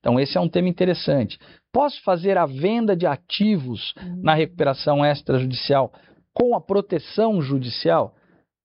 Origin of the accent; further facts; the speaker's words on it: Ribeirão Preto, São Paulo, Brazil; Eu sou da região de Ribeirão Preto